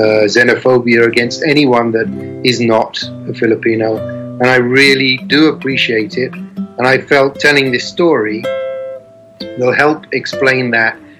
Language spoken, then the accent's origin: English; England, United Kingdom; moved away as an adult; now in Philippines; I've lived here for 30 years. And I'm a Jew, and I grew up in England in the 60s and 70s.